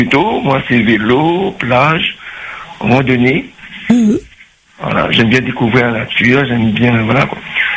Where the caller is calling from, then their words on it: Saint-Denis, Réunion; Je suis de Saint-Denis.